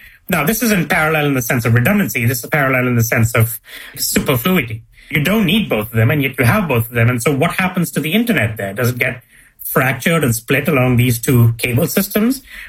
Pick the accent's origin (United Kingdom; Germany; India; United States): India; So I'm from India, for example, and many, if not all, of the undersea data cables that land in India today land in Mumbai on the west coast or Chennai on the east coast.